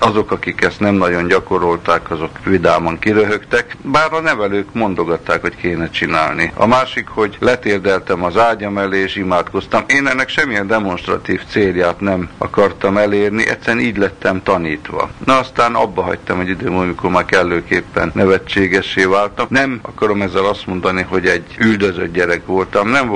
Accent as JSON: {"language": "Hungarian", "town": "Győrszentiván", "region": "Győr-Moson-Sopron", "country": "Hungary", "tie": "born or raised there", "also_born_or_lived": "Vízkelet, Slovakia", "said": "Hányattatott sors várt ránk, Vízkeletről ki lettünk telepítve, először apám, anyám meg én, aztán a nagyszüleim 1948-ban, és Tóth Komlós közelébe lettek áttelepítve Csanád Albertire, apám pedig Győr-Szent Ivánra került, ott voltunk 10 évig, ott laktunk"}